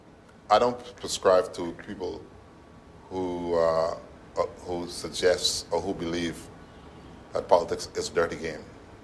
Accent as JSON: {"language": "English", "town": "Bottle Creek", "region": "North Caicos", "country": "Turks & Caicos Islands", "tie": "born or raised there", "said": "But I grew up on Alcakis. And, you know, growing up in particular Bottle Creek, I grew up in the Buffalo Church."}